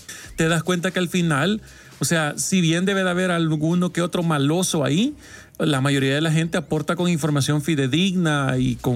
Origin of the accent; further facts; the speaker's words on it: El Salvador; vamos a decir como salvadoreños, pero me atrevería a meter en la buchaca a todos los latinos